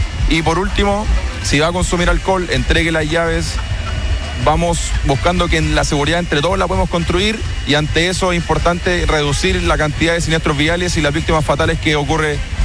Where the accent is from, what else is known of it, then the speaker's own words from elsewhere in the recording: Linares, Maule, Chile; Yo soy de la región del Maule, de la comuna de Linares.